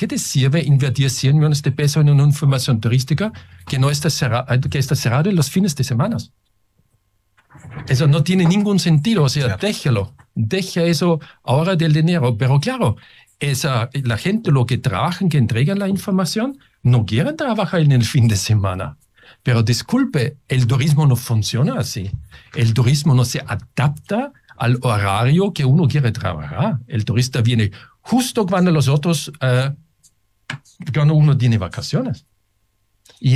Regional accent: Austria; now in Chile; en mi país, en Austria

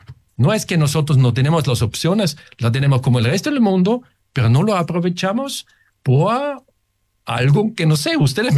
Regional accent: Austria; now in Chile; en mi país, en Austria

